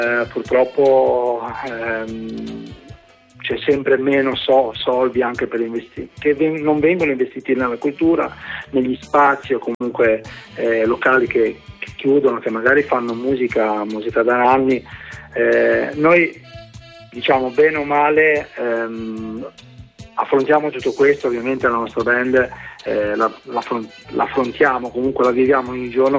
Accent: Liguria, Italy

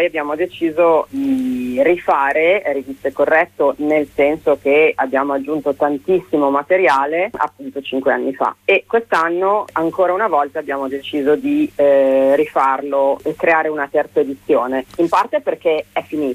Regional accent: Bologna, Emilia-Romagna, Italy; lo dico da bolognese, insomma da bolognese, da traduzione.

